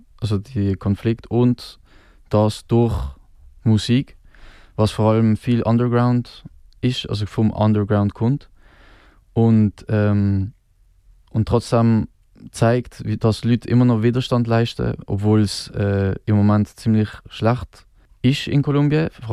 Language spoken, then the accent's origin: German; Switzerland; also vielleicht für uns als Schweizer